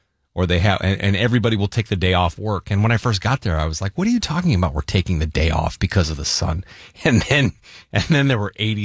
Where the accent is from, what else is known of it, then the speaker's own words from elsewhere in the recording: Salinas Valley, California, United States; I grew up in the Salinas Valley